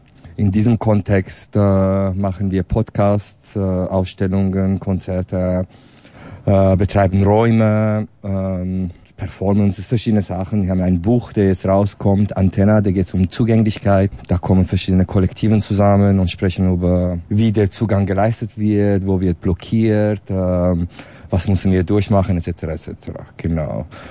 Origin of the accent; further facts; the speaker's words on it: Kurdistan, Iran; German is a second language; moved away as an adult; now in Switzerland; Ich komme aus Rojhelat. In Rojhelat, ich habe IT studiert und ich bin dann mit 19 raus, aus politischen Gründen. Lebe jetzt seit 16, 17 Jahren in der Schweiz.